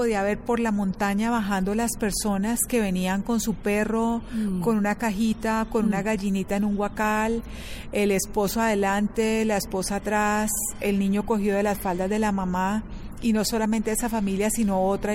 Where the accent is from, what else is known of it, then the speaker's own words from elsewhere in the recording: Cali, Valle del Cauca, Colombia; moved away; Soy colombiana de la ciudad de Cali. En este momento soy parte de los que ha emigrado del país, pero todas mis raíces están ahí.